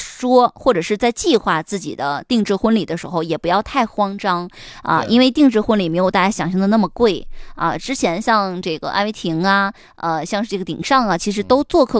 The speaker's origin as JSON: {"language": "Chinese", "region": "Northeast China", "country": "China"}